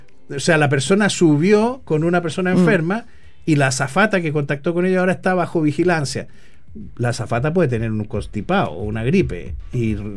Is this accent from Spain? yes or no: no; Los Lagos, Chile; Es que en el sur, o sea, yo vengo de la región de Los Lagos, es una de las regiones de Chile más expuesta a este tema del antivirus.